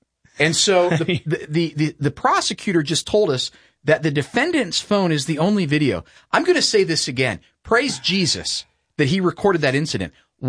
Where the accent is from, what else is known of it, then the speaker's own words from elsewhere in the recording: Ohio, United States; And my hometown, my guy in Ashland County, Judge Ronald Forstafel, ruled in 2021 that the health director had no authority to issue mask and distancing orders.